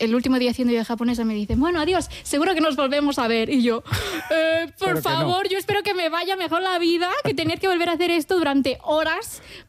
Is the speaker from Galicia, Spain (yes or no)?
yes; Santiago de Compostela, Galicia, Spain; yo soy cristiana un poco por imposición contextual, que soy de Santiago de Compostela.